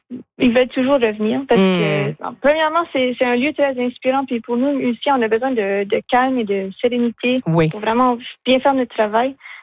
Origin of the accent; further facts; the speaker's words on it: Edmundston, New Brunswick, Canada; born there; parce que moi, je suis née à Edmundston, mais je n'ai pas toujours grandi là, j'ai déménagé.